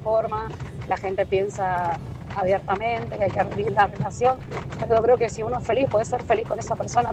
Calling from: Rivadavia, Argentina; de Rivadavia

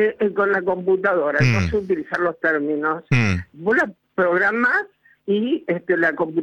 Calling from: Rosario, Santa Fe, Argentina

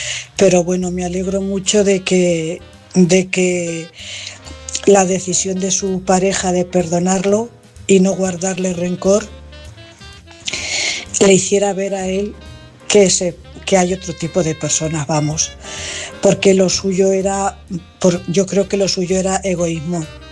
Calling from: Cuenca, Castilla-La Mancha, Spain; Buenas noches … corresponsal de Cuenca.

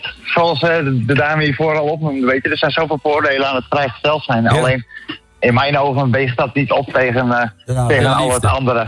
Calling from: Franeker, Friesland, Netherlands; In Vraneker.

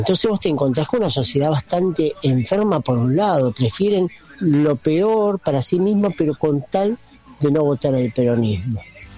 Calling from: Berazategui, Buenos Aires Province, Argentina; de Berazategui, fabricante de carteras, devenido a Uber.

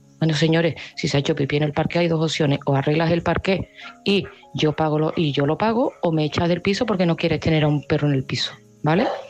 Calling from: Seville, Andalusia, Spain; de Sevilla y este mensaje va para Mari Carmen.

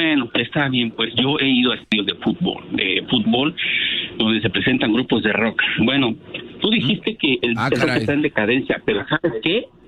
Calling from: Mexico City, Mexico; soy de la Ciudad de México.

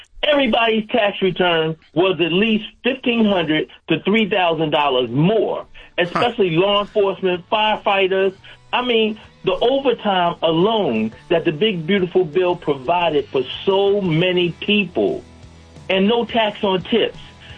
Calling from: Maryland, United States; I'm in Maryland

